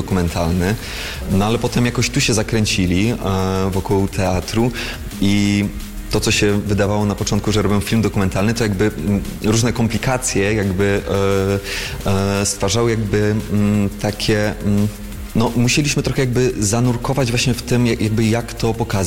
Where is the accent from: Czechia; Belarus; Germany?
Czechia; Český Těšín, Moravian-Silesian Region; Ja pochodzę z czeskiego Cieszyna, z Zaolzia, czyli mniejszość polska narodowa na Zaolziu